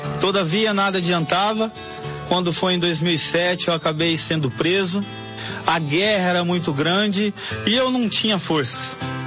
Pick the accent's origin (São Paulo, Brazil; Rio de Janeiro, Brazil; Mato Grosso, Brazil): São Paulo, Brazil; Campinas; sou de Campinas, interior de São Paulo.